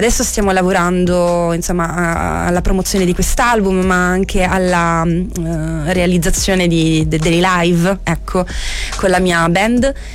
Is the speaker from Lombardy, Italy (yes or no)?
no; Calabria, Italy; Tra l'altro sta raccogliendo veramente tanto affetto da parte dei miei conterranei che magari scoprono i video, scoprono anche dei posti nuovi, perché comunque la Calabria è grande